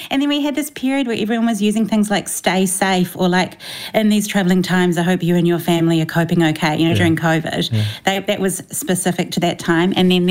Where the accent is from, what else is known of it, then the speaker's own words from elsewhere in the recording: New Zealand; I tend to always start with kia ora. It feels important to do that as a New Zealander